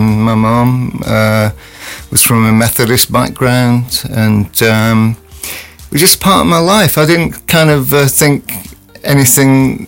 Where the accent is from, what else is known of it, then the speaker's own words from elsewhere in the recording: Chorley, North West England, United Kingdom; born there; I was born in Chorley. 12 Rotherwick Avenue in the house.